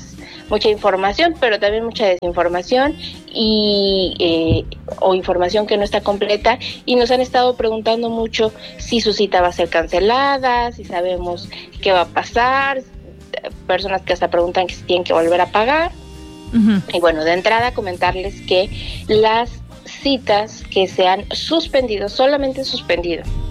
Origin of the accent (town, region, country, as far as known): Mexico